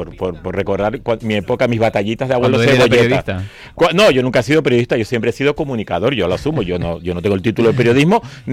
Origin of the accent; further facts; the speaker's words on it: Canary Islands, Spain; Yo sí soy más suroeste canario.